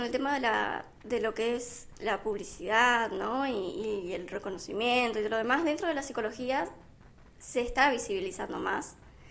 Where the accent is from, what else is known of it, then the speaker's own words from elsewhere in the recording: Rivera, Uruguay; moved away as an adult; also born or lived in Salto; now in Montevideo, Uruguay; Mira, yo vengo de Rivera, ¿sí? Vengo del interior ya hace desde 2019 que me vine ya hace bastante tiempo, me vine a Salto, estuve años viviendo